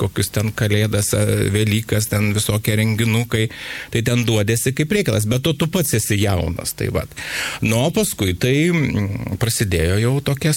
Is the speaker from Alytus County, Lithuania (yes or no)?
no; Panevėžys, Panevėžys County, Lithuania; aš esu iš tokio nikaus Panevėžio, tokio miesto